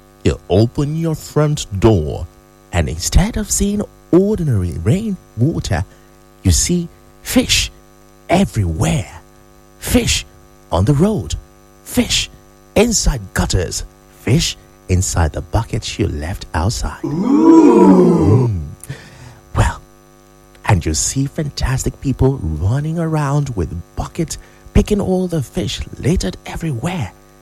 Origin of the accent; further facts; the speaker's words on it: Enugu, Enugu State, Nigeria; There used to be a time while I was growing up in Enugu